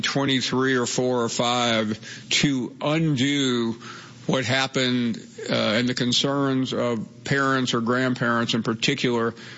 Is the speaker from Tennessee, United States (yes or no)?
yes; Memphis, Tennessee, United States; I grew up in Memphis, Tennessee, which borders Arkansas to the west and Mississippi to the south.